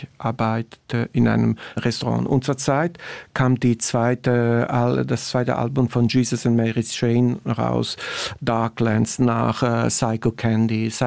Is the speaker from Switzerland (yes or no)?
no; Naples, Campania, Italy; moved away; für mich als Italiener, der in Neapel ist